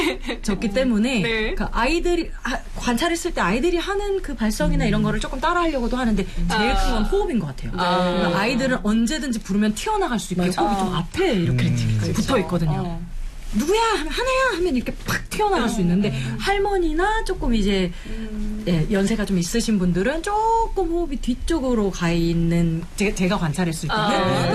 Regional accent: Jeolla, South Korea; 저는 사실 전라도

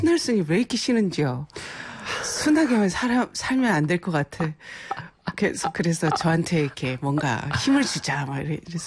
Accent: Seungju County, South Jeolla, South Korea; moved away; also born or lived in Jeju; 승주 제 고향이

